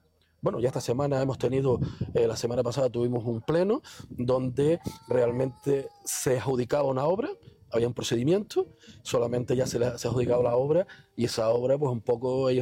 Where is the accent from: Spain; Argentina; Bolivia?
Spain; Betancuria, Canary Islands; yo soy de aquí de Betancuria, como tú bien dices, en esta plaza, en esta no, porque es nueva, pero en la antigua, desde pequeñito me he caído, me he roto las rodillas y para mí ser alcalde de mi pueblo es el mayor orgullo que he tenido siempre.